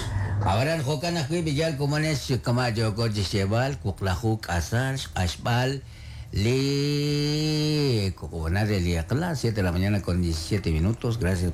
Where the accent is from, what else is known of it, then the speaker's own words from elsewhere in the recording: Guatemala; nos identifica donde quiera que nos aparezcamos como guatemalteco